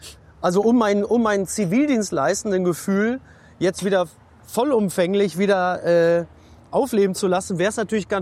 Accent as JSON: {"language": "German", "region": "North Rhine-Westphalia", "country": "Germany", "said": "Ich komme aus dem Ruhrgebiet"}